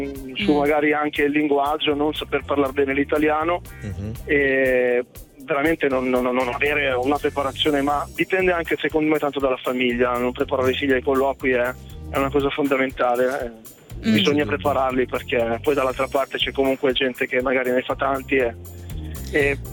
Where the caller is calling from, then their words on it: Reggio Emilia, Emilia-Romagna, Italy; Io chiamo da Reggio Emilia, però sono in autostrada perché lavoro a Milano